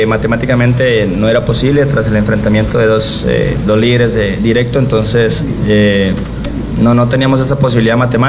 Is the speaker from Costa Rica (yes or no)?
yes; Costa Rica; nosotros somos un país que no tiene ejército y nosotros de cierta manera somos el ejército de Costa Rica dentro de la cancha